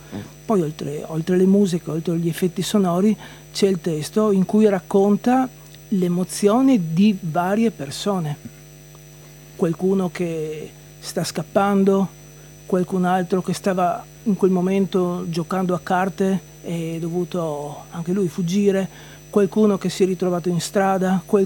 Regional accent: Trieste, Friuli-Venezia Giulia, Italy; born there; quando avevo 5 anni e qui a Trieste ho sentito il terremoto

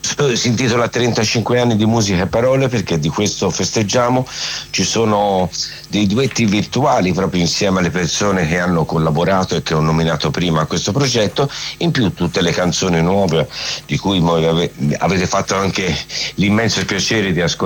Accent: Florence, Tuscany, Italy; io sono fiorentino, qui c'è l'ospedale pediatrico che si chiama Meyer, sì.

